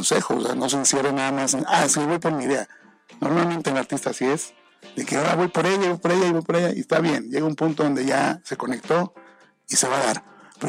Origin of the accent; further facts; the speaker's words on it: Mexico; Somos fiesteros y eso es … realmente somos mexicanos y esa lo tenemos en el ADN